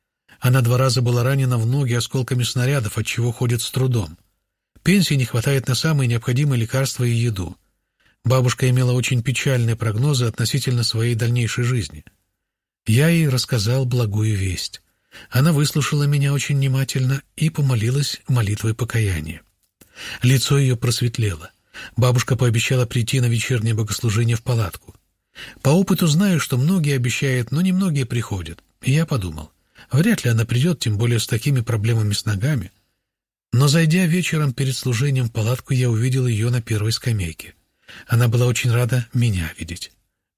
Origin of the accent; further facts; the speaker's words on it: Cherkasy Oblast, Ukraine; Еще один урок Бог преподал мне, когда мы были в моем родном селе в Черкасской области. Там практически все меня знают.